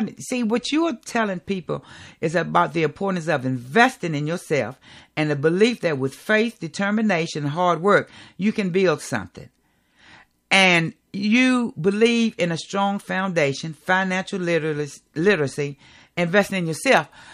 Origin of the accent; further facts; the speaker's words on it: Danville, Virginia, United States; also born or lived in Washington, D.C.; I was raised in Cardinal Village. I graduated in 1984 from George Washington High School.